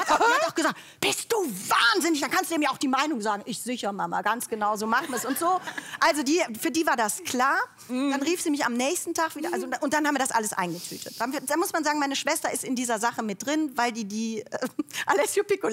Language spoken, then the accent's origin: German; Cologne, North Rhine-Westphalia, Germany